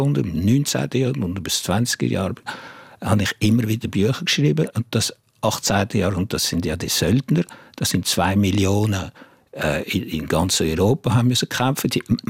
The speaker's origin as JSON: {"language": "German", "region": "Jura", "country": "Switzerland", "tie": "born or raised there", "said": "Nein, ich finde einfach, ich bin von da, ich bin im Jura aufgewachsen, ich bin ein Freund vom Zürichsee oder vom Genfersee und ich gehe gerne in den Alpen wandern."}